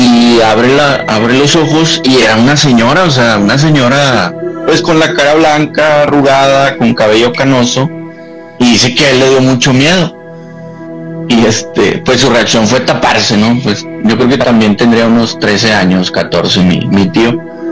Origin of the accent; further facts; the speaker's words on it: San Nicolás de los Garza, Nuevo León, Mexico; now in Apodaca, Mexico; Soy de San Nicolás, de los Garza, pero vivo en Apodaca, Nuevo León.